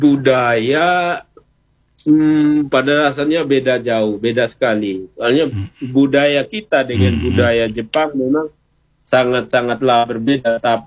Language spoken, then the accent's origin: Indonesian; East Nusa Tenggara, Indonesia; moved away as an adult; also born or lived in Japan; kalau kita lahir besarnya di NTT kan di cuaca yang panas. Tidak pernah sampai minus.